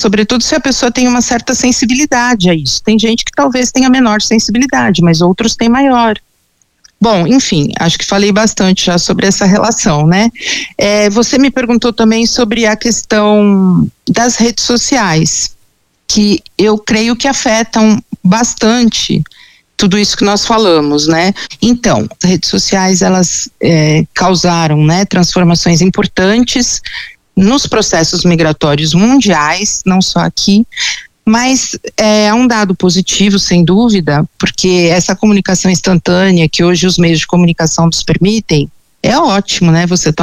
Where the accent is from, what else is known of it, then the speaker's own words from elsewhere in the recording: São Paulo, Brazil; eu sou aqui de São Paulo, eu desci em Cumbica, e eu até hoje eu moro na Zona Leste, na época eu morava aqui também, né, mas num outro bairro.